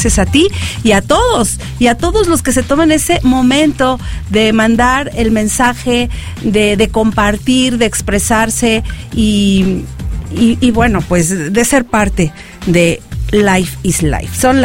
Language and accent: Spanish; Tulancingo, Hidalgo, Mexico; born there; la ciudad de Tulancingo, Hidalgo, mi tierra natal.